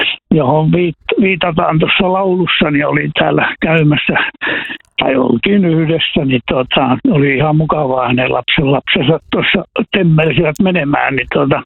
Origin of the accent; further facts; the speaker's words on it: Kuusamo, North Ostrobothnia, Finland; Meillä Kuusamossa päin sanottaisiin, että spektaakkelista.